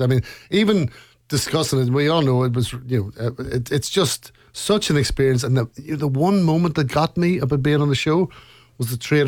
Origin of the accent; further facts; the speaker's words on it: Lisburn, Northern Ireland, United Kingdom; now in Mayo, Ireland; I'm originally from Antrim, Lisburn in County Antrim. So, but I'm living in Mayo nearly 21 years now.